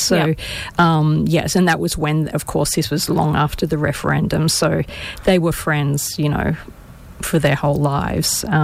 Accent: Brisbane, Queensland, Australia; I grew up in Brisbane, I guess. Well, I moved to Brisbane when I was about 7, so I spent, part of the 70s and then the rest of the time in Brisbane, other than moving overseas for about 15 years.

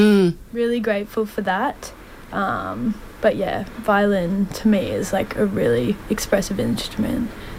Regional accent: Brisbane, Queensland, Australia; I'm a Brizzy girl. I grew up on the north side.

